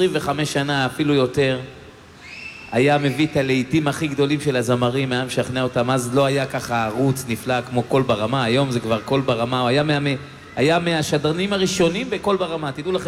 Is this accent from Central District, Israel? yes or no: yes; Netanya, Central District, Israel; אני מרוקאי, מצרי, תימני ופולני, אבל כשאתה גודל בנתניה, כשאתה גדל בנתניה, אתה טרבלסי על מלא.